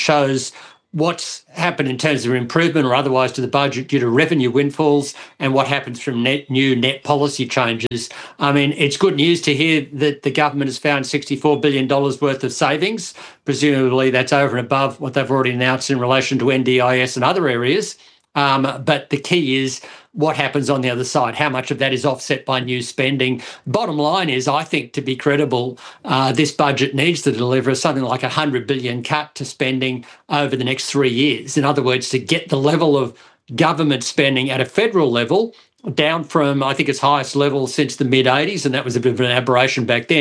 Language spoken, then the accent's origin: English; Australia; look, as an Australian, I don't mind getting $200 to $300 back